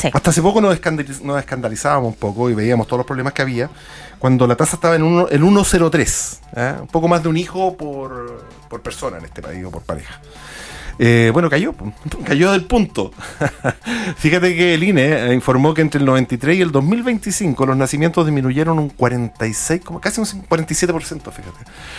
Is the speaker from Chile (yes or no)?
yes; Chile